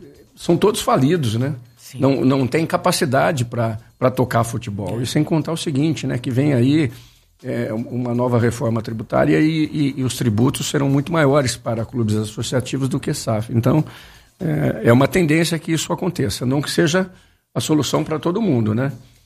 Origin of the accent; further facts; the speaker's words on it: Campinas, São Paulo, Brazil; Eu sou campineiro, eu vivo futebol de Campinas há mais de 50 anos